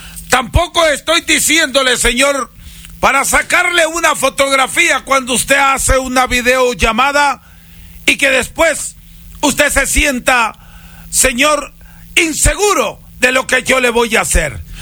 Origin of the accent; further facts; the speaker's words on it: Huancabamba, Piura, Peru; hablo en este momento en nombre de mi tierra natal, el Perú.